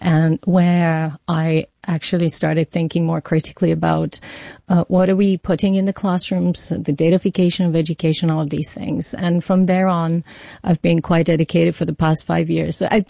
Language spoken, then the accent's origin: English; Bulgaria; So I grew up in Bulgaria in a very interesting time, 80s and 90s.